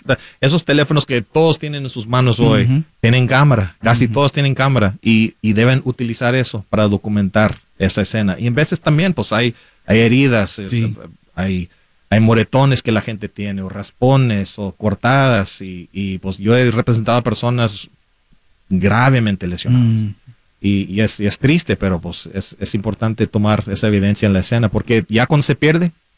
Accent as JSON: {"language": "Spanish", "town": "McAllen", "region": "Texas", "country": "United States", "tie": "born or raised there", "moved": "as an adult", "lives_now": "San Antonio, United States", "said": "Crecí en el Valle, el sur de Texas, en el área de McAllen, de Far, San Juan Álamo, y pues me mudé aquí a San Antonio hace casi 10 años"}